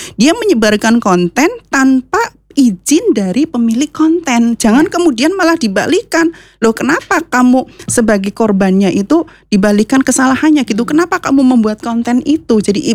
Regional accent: Purwojati, Central Java, Indonesia; now in Purwokerto, Indonesia; Cuma saya sudah tinggal di stay di Purwokerto sekarang ini, tapi saya aslinya dari Purwojati.

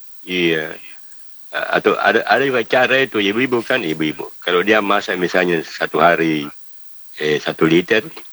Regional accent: Sinjai, South Sulawesi, Indonesia; Sebenarnya tidak, saya dari Sinjai.

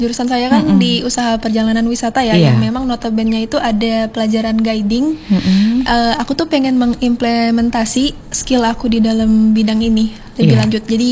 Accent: Palembang, South Sumatra, Indonesia; Sebagai warga Palembang kan.

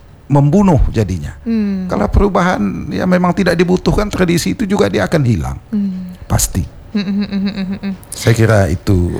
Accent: Riau, Indonesia; untuk kita orang Melayu di Riau ini

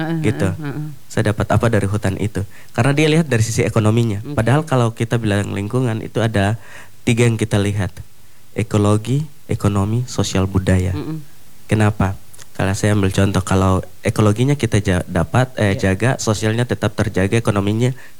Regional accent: Biak, Papua, Indonesia; Karena seperti saya dulu masih kecil, kalau karena saya dari Biak yang terdampak api kemarin juga.

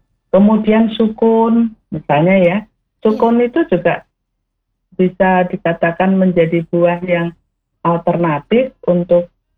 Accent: Central Java, Indonesia; di Jawa Tengah kita kan punya pantai utara, pantai selatan.

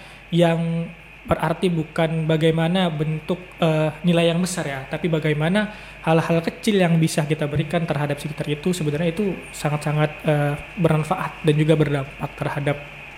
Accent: Pandan, North Sumatra, Indonesia; Saya di Lubuk Toko Baru sih kak.

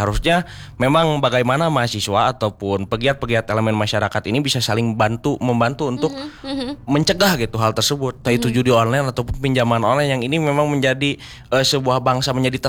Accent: West Java, Indonesia; Aku daerah Cileunyi, dekat juga sama Sumedang berarti.

